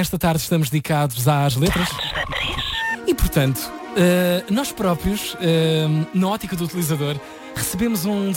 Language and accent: Portuguese; Azores, Portugal; Vim dos Açores, está tudo mais ou menos explicado.